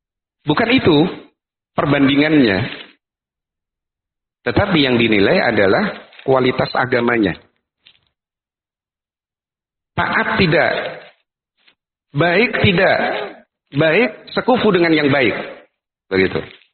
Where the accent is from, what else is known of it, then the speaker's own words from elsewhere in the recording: Medan, North Sumatra, Indonesia; berarti tidak boleh bagi kita orang Medan nikah sama orang Arab.